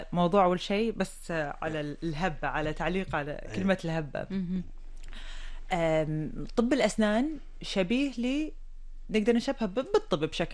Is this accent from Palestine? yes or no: no; Kuwait; also born or lived in United States; البكالوريوس في الولايات المتحدة بعدها مرحلة طب الأسنان بعدها رجعت للكويت